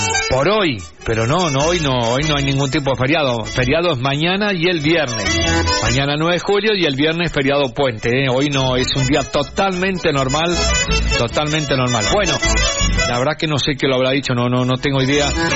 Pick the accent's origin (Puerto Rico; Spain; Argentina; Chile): Argentina; A los argentinos no nos quieren